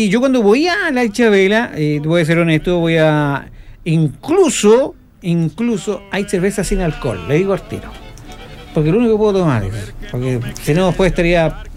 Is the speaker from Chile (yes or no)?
yes; Chile; así somos los chilenos.